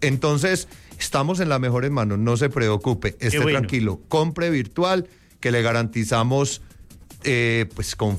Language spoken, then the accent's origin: Spanish; Antioquia, Colombia